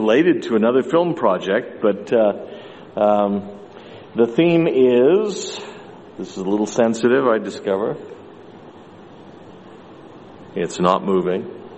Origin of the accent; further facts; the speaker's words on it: California, United States; growing up in Southern California, I noticed there were a lot of places where there were tall palm trees lined up in double rows